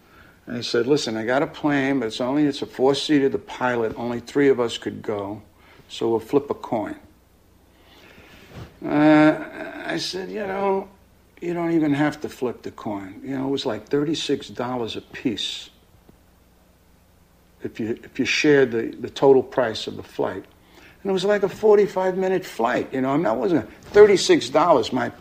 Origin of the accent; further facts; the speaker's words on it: New York City, New York, United States; I was from the Bronx, so I had this New York City kind of approach.